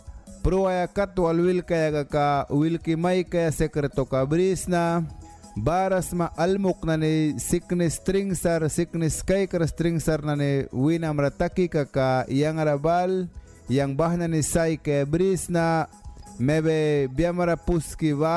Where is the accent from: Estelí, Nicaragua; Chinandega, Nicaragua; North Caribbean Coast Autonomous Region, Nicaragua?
North Caribbean Coast Autonomous Region, Nicaragua; Waspam; first language Miskito; Spanish is a second language; Yo estaba hablando en mi lengua materna de Misquito y ahora yo lo voy a traducir en lengua de español. Cuando yo me vine de mi comunidad Huaspán